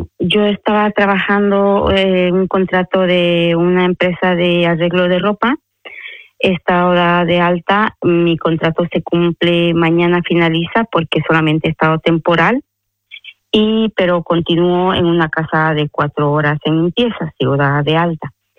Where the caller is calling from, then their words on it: Madrid, Community of Madrid, Spain; hablo de Madrid.